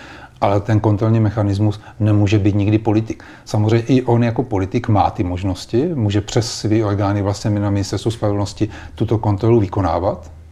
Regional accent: Brno, South Moravian Region, Czechia; já jsem z Brna, tak samozřejmě vím, jak se v Brně o tom mluví

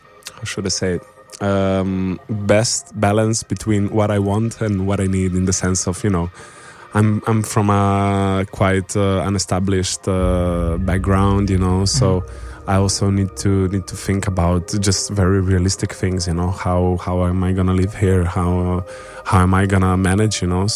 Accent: Slovenian Littoral, Slovenia; now in Ljubljana, Slovenia; Originally, I'm from the Slovenian coast

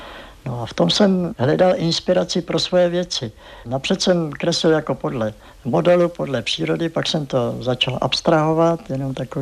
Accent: South Bohemian Region, Czechia; no, dělal jsem tady zkoušky a teď vidím, že nejsem přijatý, jsem z Jižní Čech.

